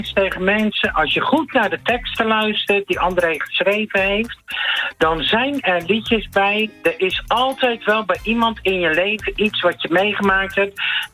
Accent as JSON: {"language": "Dutch", "town": "Rotterdam", "region": "South Holland", "country": "Netherlands", "said": "want ik ben een Rotterdamse."}